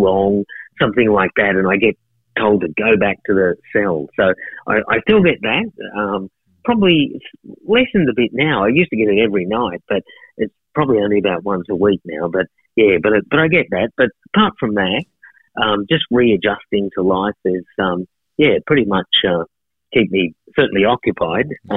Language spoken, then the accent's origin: English; Sydney, New South Wales, Australia; when I arrived in Australia in Melbourne, but I'm from Sydney